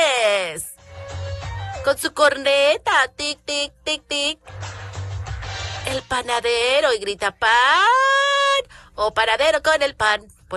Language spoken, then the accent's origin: Spanish; Mexico; muy orgullosa me siento de ser mexicana.